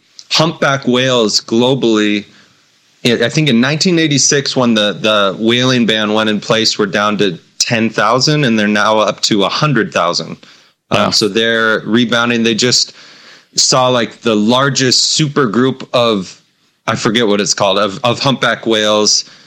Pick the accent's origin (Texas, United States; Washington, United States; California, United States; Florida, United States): Washington, United States; Spokane; born there; now in Bellingham, United States; I was born in Spokane, where a lot of the fires are.